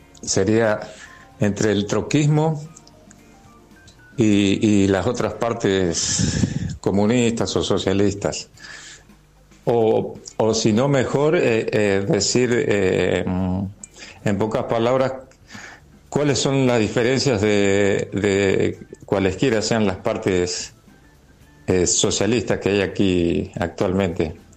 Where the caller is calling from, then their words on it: San Juan, Argentina; Si yo hablo de San Juan … Acá en San Juan